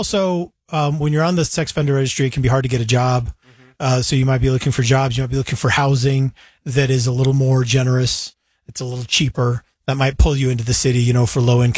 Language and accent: English; Salt Lake City, Utah, United States; maybe this is just me defending my hometown